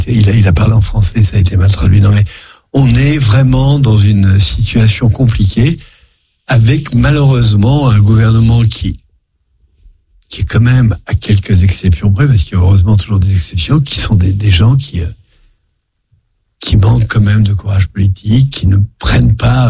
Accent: France; also born or lived in Tel Aviv; je vis en France. Oui, je suis inquiet, bien sûr que je suis inquiet. Je suis pas inquiet en tant que juif. Je suis inquiet en tant que français.

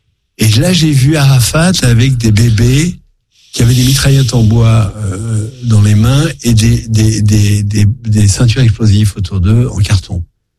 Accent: France; also born or lived in Tel Aviv; je vis en France. Oui, je suis inquiet, bien sûr que je suis inquiet. Je suis pas inquiet en tant que juif. Je suis inquiet en tant que français.

